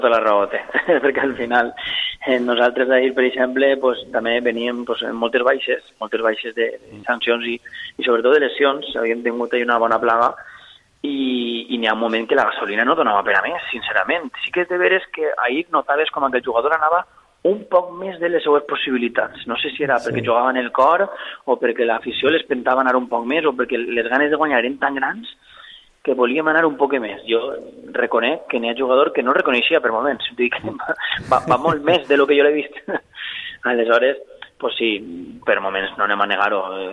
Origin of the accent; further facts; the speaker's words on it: Cullera, Valencian Community, Spain; jo evidentment conec molt el Tavernes perquè soc de Cullera i estic propet